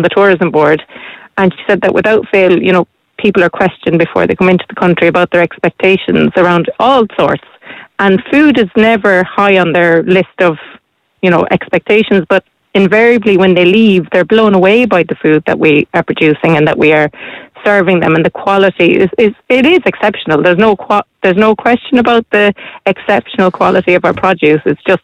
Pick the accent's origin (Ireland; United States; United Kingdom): Ireland; what is people's sense of Irish food, and how is that different to what we as Irish foodies and chefs and growers and promoters of all of that regard it as?